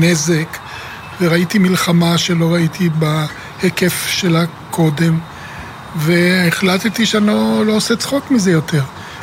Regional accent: Haifa, Haifa District, Israel; אנחנו גדלנו פה, ואני יליד העיר חיפה

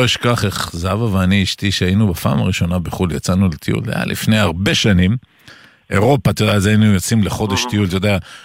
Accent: Sderot, Southern District, Israel; אני דרומי, אבל אני מרוקאי, אני מסדרות

